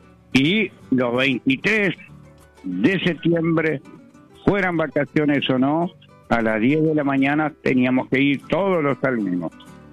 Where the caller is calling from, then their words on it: Uruguay; en mi país, porque es el fallecimiento de nuestro prócer, que fue quien impulsó nuestra República Oriental del Uruguay.